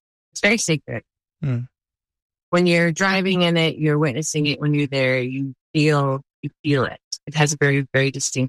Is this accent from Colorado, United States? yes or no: yes; Silverton, Colorado, United States; also born or lived in Los Angeles; I've always had a deep connection with the earth, and I was raised in Silverton, Colorado, some big, beautiful mountains and peaks, and it always felt like home to me.